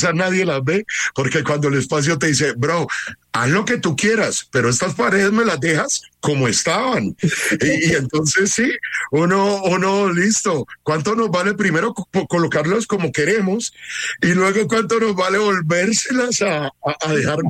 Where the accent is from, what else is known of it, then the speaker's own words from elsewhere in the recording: Colombia; nosotros como colombianos